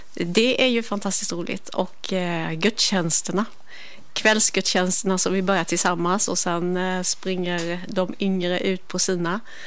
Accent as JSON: {"language": "Swedish", "town": "Klevshult", "region": "Jönköping County", "country": "Sweden", "tie": "born or raised there", "said": "sen jobbade jag hemma i Klevshult på familjeföretag inom hotell- och restaurangbranschen."}